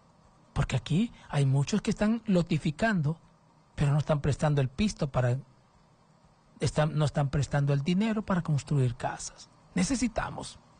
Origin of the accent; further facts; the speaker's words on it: Honduras; como hondureño no le van a perdonar